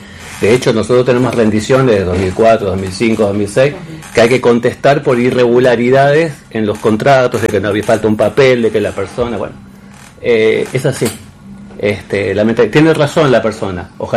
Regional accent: Uruguay; moved away as an adult; now in Santa Fe, Argentina; si bien soy uruguayo, hace muchos años ya que estoy acá en Santa Fe, y soy santafesino por adopción, argentino, ya está, tengo todo, y amo esta ciudad, y desde el 86 estoy bailando en el Teatro Municipal.

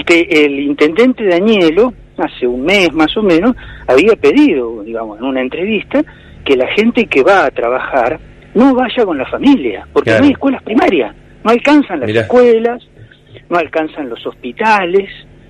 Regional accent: Argentina; nosotros somos los argentinos del clima fácil

